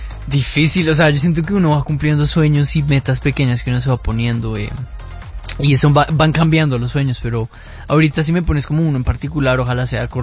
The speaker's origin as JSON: {"language": "Spanish", "region": "Bogotá", "country": "Colombia", "said": "pero vengo de Bogotá y no es muy diferente el tema del tráfico."}